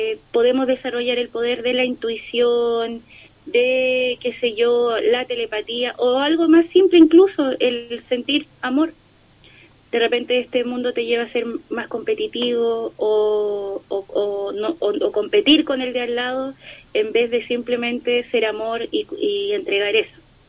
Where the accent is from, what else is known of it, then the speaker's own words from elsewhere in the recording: Concepción, Biobío, Chile; moved away as an adult; now in Arica, Chile; Actualmente soy de Concepción, pero actualmente me encuentro en Arica